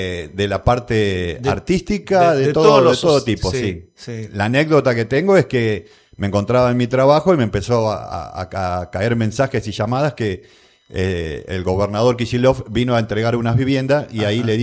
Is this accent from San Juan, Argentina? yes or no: no; Buenos Aires Province, Argentina; now in Bragado, Argentina; hace 14 años que está residiendo en Bragado y vine por trabajo, vine de Buenos Aires, del conurbano.